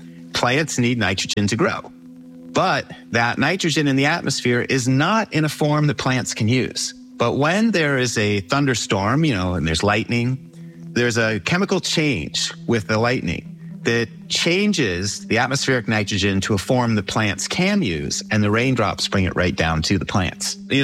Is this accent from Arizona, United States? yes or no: yes; Tucson, Arizona, United States; as I got older growing up in Tucson.